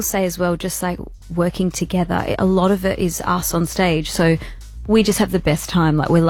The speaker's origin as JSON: {"language": "English", "town": "Perth", "region": "Western Australia", "country": "Australia", "tie": "born or raised there", "said": "And we're from Perth, so we're so happy to be home working in our hometown."}